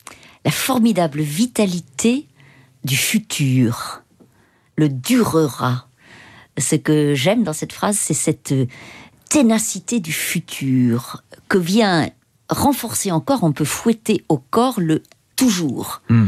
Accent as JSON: {"language": "French", "region": "Auvergne-Rhône-Alpes", "country": "France", "tie": "born or raised there"}